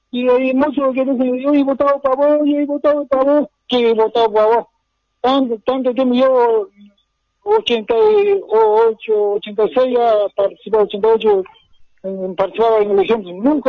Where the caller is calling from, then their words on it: Potosí, Bolivia; yo soy potosino